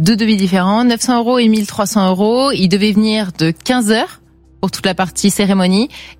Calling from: Craponne, Auvergne-Rhône-Alpes, France; Je viens de Craponne, dans la région lyonnaise.

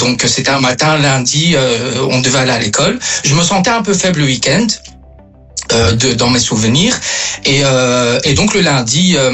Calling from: Brussels, Brussels-Capital Region, Belgium; Alors, je suis de Bruxelles.

